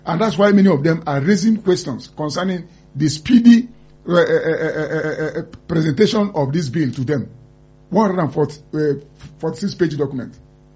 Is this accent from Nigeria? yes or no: yes; Nigeria; I'm a Nigerian. I've lived here for too long